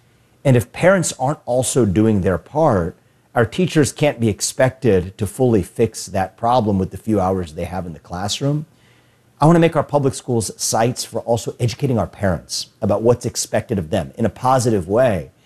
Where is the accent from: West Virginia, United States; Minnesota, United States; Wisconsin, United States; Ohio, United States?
Ohio, United States; Cincinnati; in Cincinnati, my hometown